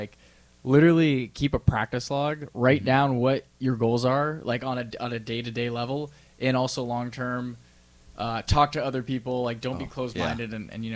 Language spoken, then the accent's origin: English; San Diego, California, United States; now in Sacramento, United States; I'm from San Diego, so I'm from the South, but now I am a NorCal man.